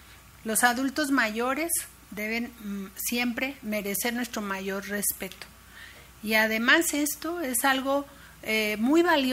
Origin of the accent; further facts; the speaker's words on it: Mexico; una de las mayores enseñanzas de nuestros pueblos originarios hacia nosotros como mexicanos y mexicanas.